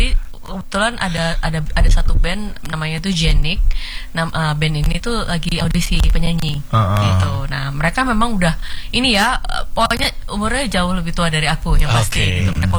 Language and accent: Indonesian; Surabaya, East Java, Indonesia; born or raised there